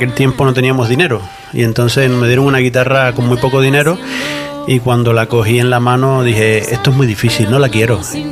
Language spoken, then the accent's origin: Spanish; Havana, Cuba; moved away; De Cuba, de La Habana. Ella es más del centro, yo soy de La Habana, de la capital.